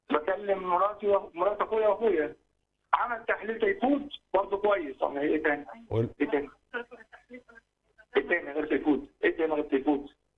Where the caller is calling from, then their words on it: Sohag, Sohag Governorate, Egypt; أنا من سوهاج